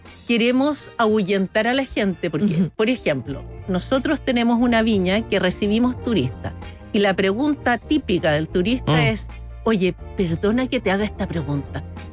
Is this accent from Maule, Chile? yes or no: no; O'Higgins, Chile; yo nací y viví mi infancia en Colchagua. Entonces yo tengo la tierra de Colchagua en el corazón